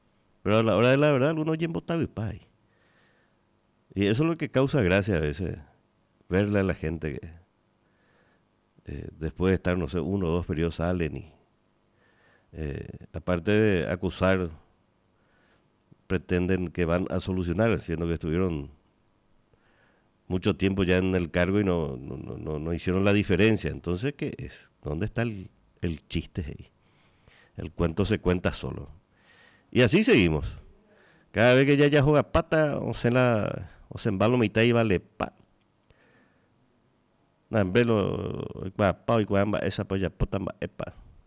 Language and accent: Spanish; Paraguay; Nosotros como paraguayos de bien allá